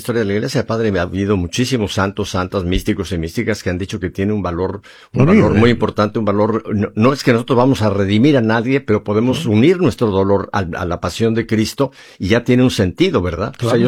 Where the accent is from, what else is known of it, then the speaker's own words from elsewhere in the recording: Mexico; accent: Mexican, a little Asturian; Mi acento es más mexicano y a veces asturiano un poco.